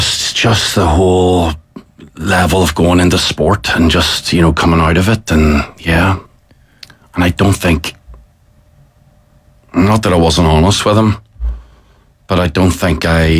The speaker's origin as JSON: {"language": "English", "area": "Ards", "region": "Northern Ireland", "country": "United Kingdom", "tie": "born there", "also_born_or_lived": "Magherafelt, Northern Ireland / Cookstown, Northern Ireland", "said": "then we all moved to Cookstown in Mid-Ulster. So I was born in Macrofelt, lived there for a few years, and then he was moved to Ards"}